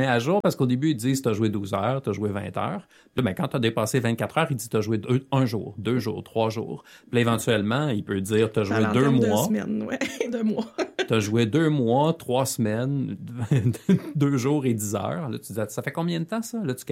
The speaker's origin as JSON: {"language": "French", "town": "Quebec City", "region": "Quebec", "country": "Canada", "said": "je viens de la ville de Québec, donc c'est là qu'on s'est rencontrés avant d'emménager dans la grande métropole."}